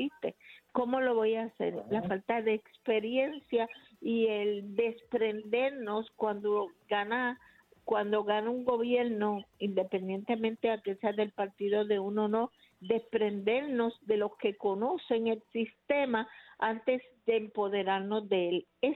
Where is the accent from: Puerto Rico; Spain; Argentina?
Puerto Rico; Loíza; estamos también representados los loiseños, Puerto Rico completo.